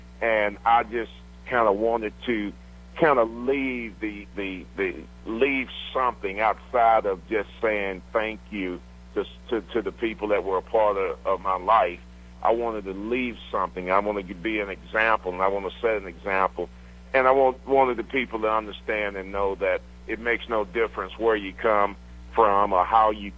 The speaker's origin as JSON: {"language": "English", "town": "Griffin", "region": "Georgia", "country": "United States", "tie": "born or raised there", "said": "Well, growing up in Griffin was a pretty unique kind of situation there."}